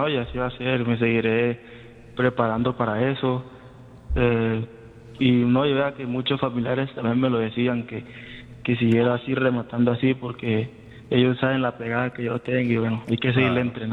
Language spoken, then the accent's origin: Spanish; Apartadó, Antioquia, Colombia; Yo soy de apartado de Antioquia.